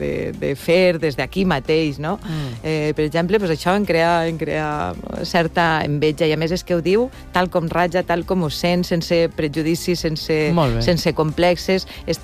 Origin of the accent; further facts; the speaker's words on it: Valencian Community, Spain; jo sóc valenciana, tu saps ben bé i tu també.